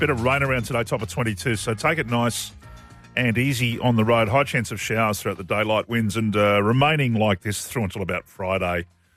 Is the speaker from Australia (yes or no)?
yes; Australia; That's sad to me as an Australian.